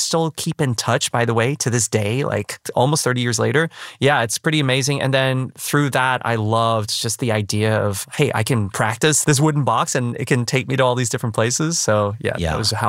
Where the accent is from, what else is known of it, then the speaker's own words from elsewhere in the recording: Taiwan; now in Australia; You know, being a first-gen immigrant, mm-hmm. we immigrated from Taiwan to Australia.